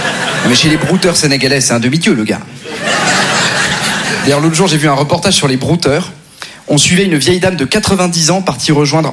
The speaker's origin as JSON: {"language": "French", "town": "Neuilly-sur-Seine", "region": "Île-de-France", "country": "France", "tie": "born or raised there", "said": "j'ai grandi à Neuilly, mais en plus dans une famille nombreuse. Mes parents ont fait 7 enfants."}